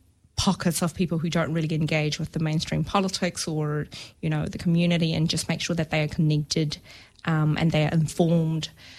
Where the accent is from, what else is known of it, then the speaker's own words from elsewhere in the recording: New Zealand; this is the competitive advantage of actually of being a New Zealander, is that we are so multicultural and so inclusive.